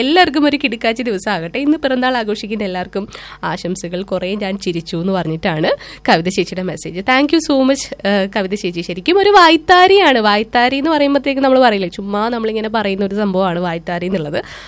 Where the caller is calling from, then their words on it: Kinassery, Kerala, India; കിനാശ്ശേരി നിന്ന്.